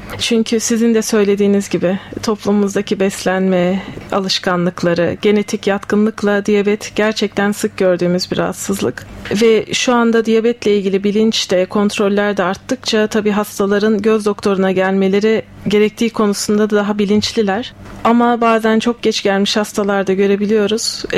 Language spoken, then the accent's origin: Turkish; Ankara, Turkey; moved away as an adult; also born or lived in Tübingen, Germany; Ankara doğumluyum. Ankara Fen Lisesi'nden mezunum.